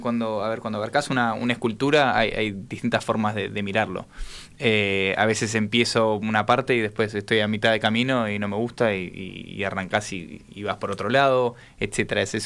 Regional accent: Argentina; moved away; also born or lived in United States; yo crecí muy cómodo, digamos, en Argentina

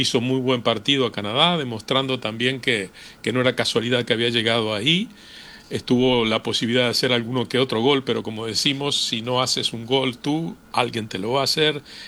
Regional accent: Uruguay; moved away; deciden los ciudadanos que están en Uruguay, no los que estamos afuera

